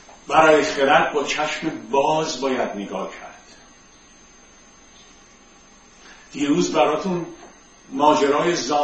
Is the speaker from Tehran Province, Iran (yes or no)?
yes; Tehran, Tehran Province, Iran; توی یکی از پایین ترین محله های تهران به وجود اومدم، تو خاک خل بزرگ شدم.